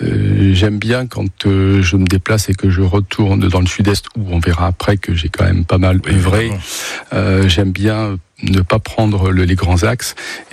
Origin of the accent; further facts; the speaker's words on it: Occitanie, France; born there; Et donc, c'est totalement par hasard que je suis né dans le Gard.